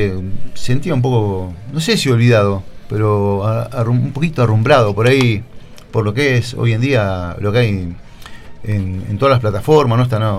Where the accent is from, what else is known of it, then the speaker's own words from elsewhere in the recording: Buenos Aires, Argentina; Yo que soy de Argentina, de Buenos Aires